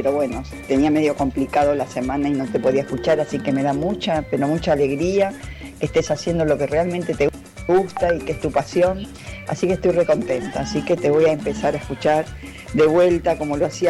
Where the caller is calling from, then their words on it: La Plata, Buenos Aires Province, Argentina; de La Plata.